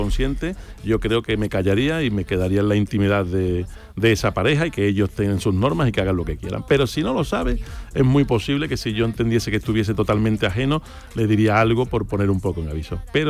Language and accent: Spanish; Utrera, Andalusia, Spain; Yo soy de Utrera, la gente de Utrera no tengo barco.